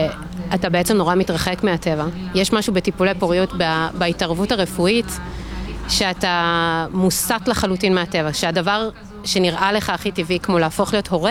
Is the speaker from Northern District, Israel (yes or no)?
yes; Mitzpe Amuka, Northern District, Israel; אני גדלתי כאן 2 מטר מפה במצפה עמוקה. אני בעצם מהגליל, והגליל מבחינתי זה בית. אין בית אחר בעולם חוץ מהגליל העליון, וזה נוף ילדותי